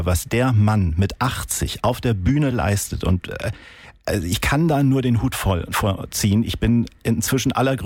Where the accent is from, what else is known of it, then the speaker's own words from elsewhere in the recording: Kiel, Schleswig-Holstein, Germany; ich komme aus Kiel, da ist man eher handballaffin